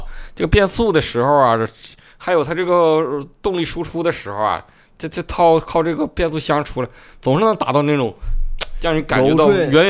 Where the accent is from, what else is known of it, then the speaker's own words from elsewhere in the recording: Northeast China, China; accent: Northeastern; 轻的撩的，是我们东北话